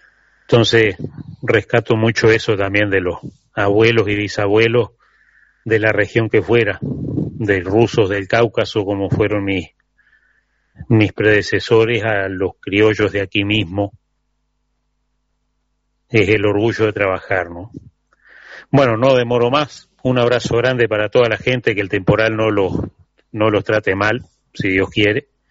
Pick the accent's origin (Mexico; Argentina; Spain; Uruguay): Uruguay; San Javier, Río Negro; now in Maldonado, Uruguay; mi pueblo natal, Colonia San Javier, en Río Negro, sobre costas del río Uruguay. Colonia rusa que celebró sus 113 años de fundación.